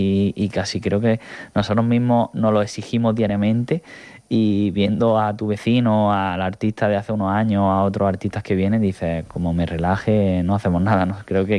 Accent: Jaén, Andalusia, Spain; Yo vengo de una tierra de Jaén que históricamente, y es verdad, ¿no?, siempre ha tenido esa queja

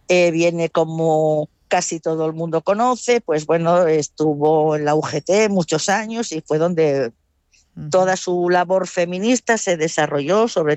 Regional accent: Asturias, Spain; a mi tierra y en este caso pues a Oviedo

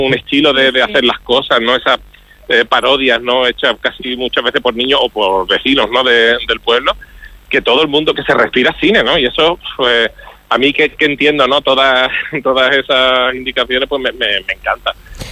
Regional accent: Huelva, Andalusia, Spain; yo soy de Huelva, pues las cosas saben mucho mejor si es en tu tierra.

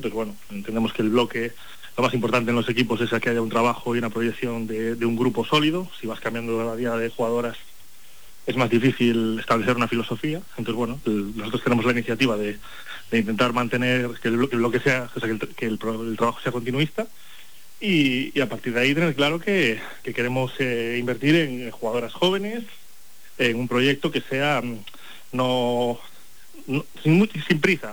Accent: Vigo, Galicia, Spain; moved away; also born or lived in Andalusia / Melilla; yo llevo muchos años estando bastante lejos de mi casa, sabes que yo soy de Vigo

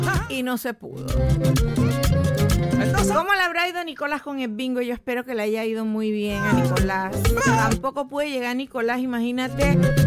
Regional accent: Monagrillo, Herrera, Panama; En mi tierrita se celebra la Semana del Campesino y por supuesto tenemos nuestras fiestas patronales de San Miguel Arcángel en Monagrillo.

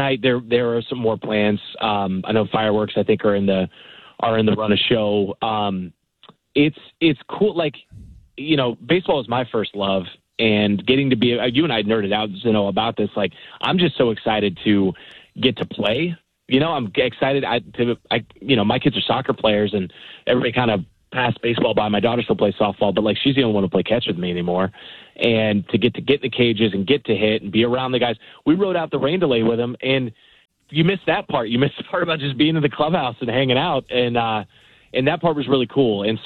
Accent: Mid-Atlantic, United States; I grew up in the Mid-Atlantic

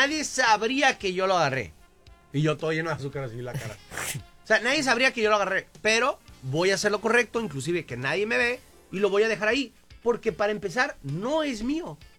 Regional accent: Mexico; nuestra sociedad como sociedad mexicana

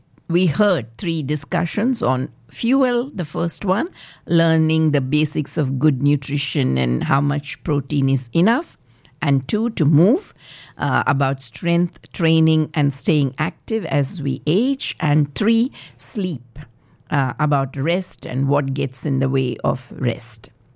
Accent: Australia

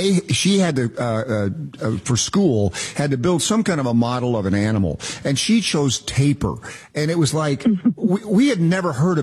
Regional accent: Knoxville, Tennessee, United States; So I grew up in Knoxville, Tennessee, the home of the Smoky Mountains and black bears everywhere.

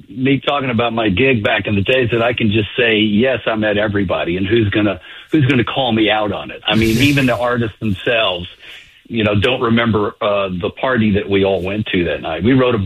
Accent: Birmingham, Alabama, United States; accent: slight Southern drawl; also born or lived in California; now in St. Louis, United States; I come from Alabama, so wine to me is muscadine.

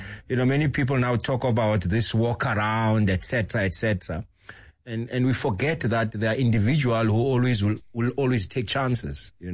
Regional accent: South Africa

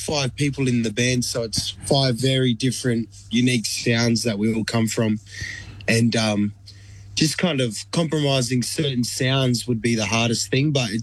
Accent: Perth, Western Australia, Australia; obviously a different perspective on a Māori growing up in Perth, Australia, and coming back to his roots.

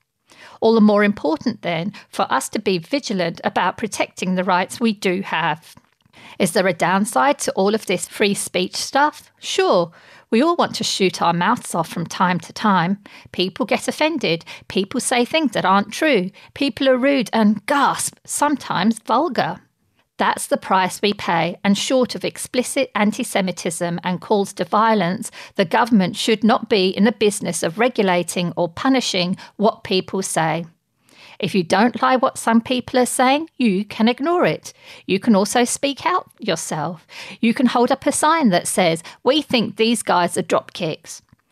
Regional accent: Pakistan; I come from Pakistan, where tax avoidance is a national sport in which everyone is winning gold.

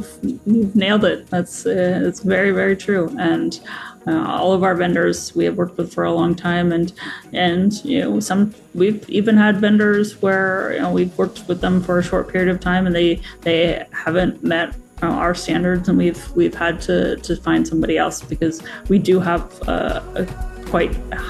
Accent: Pacific Northwest, United States; I was born and raised here and love the Pacific Northwest and hope to live here for the rest of my life.

